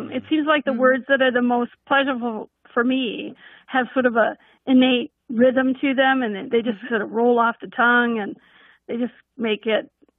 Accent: Bismarck, North Dakota, United States; I'm from Bismarck, North Dakota.

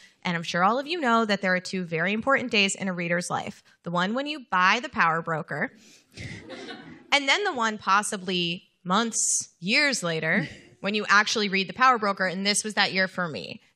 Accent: New Jersey, United States; I'm from New Jersey

